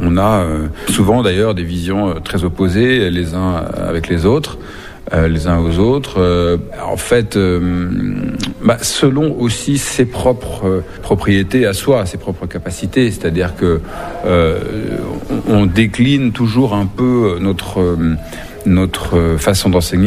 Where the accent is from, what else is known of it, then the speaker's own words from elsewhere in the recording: France; now in Romania; quand on vient de la France où la violence sociale est quand même très présente, qu'on le veuille ou non, même si c'est quand même un très grand pays, quand on arrive en Roumanie